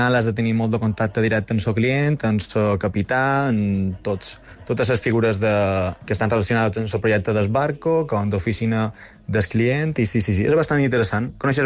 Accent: Inca, Balearic Islands, Spain; Jo soc d'Inca, Inquero.

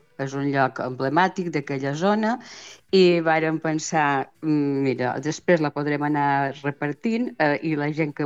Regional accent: Balearic Islands, Spain

